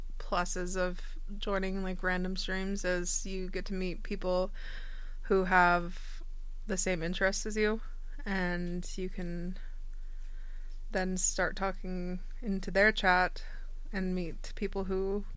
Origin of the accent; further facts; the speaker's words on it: Canada; And he's from Florida, and I'm from Canada, obviously.